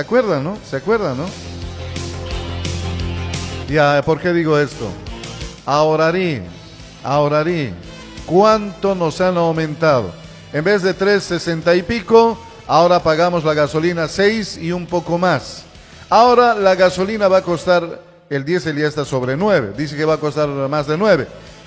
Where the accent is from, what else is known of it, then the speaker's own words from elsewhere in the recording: Bolivia; todos somos bolivianos.